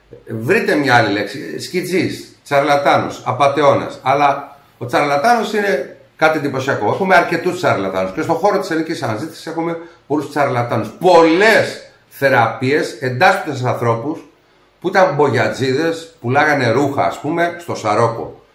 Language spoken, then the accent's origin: Greek; Nea Smyrni, Attica, Greece; also born or lived in Corfu / Epirus; Η καταγωγή μου, ναι μεν βέβαια είναι Κέρκυρα και Ήπειρο, αλλά εδώ που έμενα και γεννήθηκα ουσιαστικά είναι στη Νέα Σμύρνη.